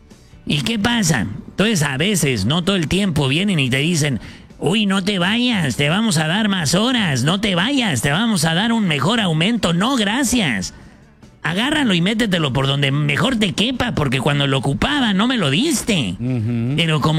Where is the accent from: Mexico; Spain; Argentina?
Mexico; Ciudad Obregón, Sonora; born there; also born or lived in Mexico City; Pues de Obregón, Sonora, mano, de ahí somos. Viví varios años en Ciudad de México, pero soy nacido en Obregón, Sonora.